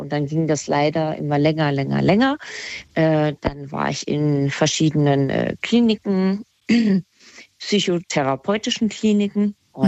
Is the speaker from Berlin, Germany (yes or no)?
no; Kassel, Hesse, Germany